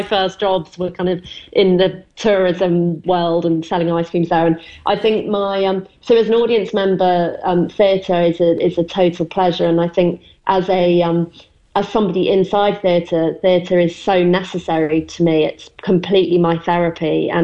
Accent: Stratford-upon-Avon, West Midlands, United Kingdom; moved away; I grew up in Stratford-on-Avon, where Shakespeare was born

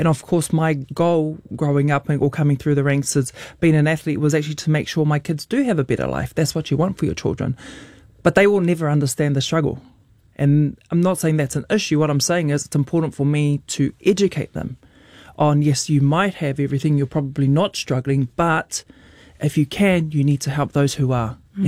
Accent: Auckland, New Zealand; also born or lived in Rotorua; I was born in Rotorua, but brought up in Mangere, South Auckland.

